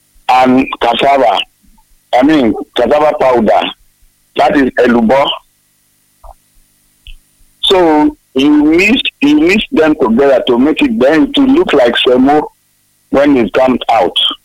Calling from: Igarra, Edo, Nigeria; I'm from Igala in Akoko Edo local government of Edo State.

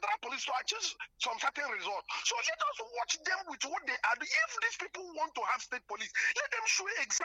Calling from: Enugu, Enugu State, Nigeria; I come from Enugu.

